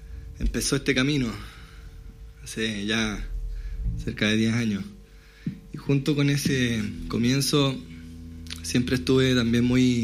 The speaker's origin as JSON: {"language": "Spanish", "town": "Putaendo", "region": "Valparaíso", "country": "Chile", "said": "del lugar de donde yo vengo, el folclore es como que casi se respira. Ese lugar es Putaendo."}